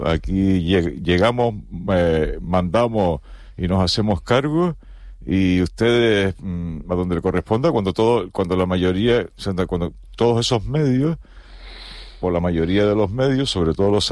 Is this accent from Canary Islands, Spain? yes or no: yes; Canary Islands, Spain; Somos Canarias, es la frontera sur de España y de Europa.